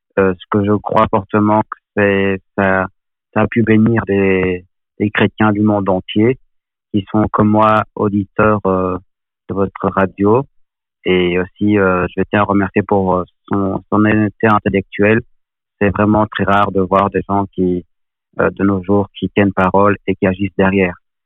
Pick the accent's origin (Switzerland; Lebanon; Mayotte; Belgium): Belgium; Nivelles, Wallonia